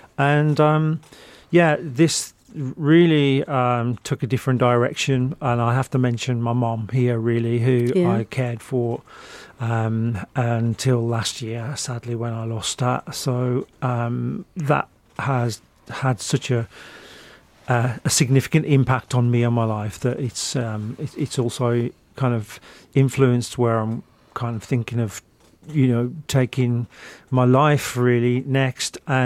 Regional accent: West Midlands, United Kingdom; born or raised there

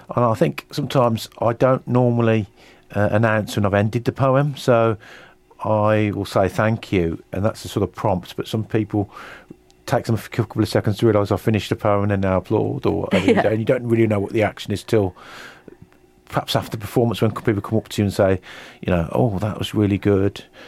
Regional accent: Birmingham, West Midlands, United Kingdom; moved away as an adult; now in Leamington, United Kingdom; No, my hometown is Birmingham, and I moved to Leamington about 7 years ago.

